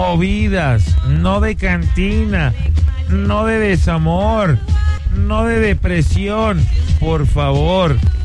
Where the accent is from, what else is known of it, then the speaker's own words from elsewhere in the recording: Mexico; como buen mexicano, como buenos mexicanos que somos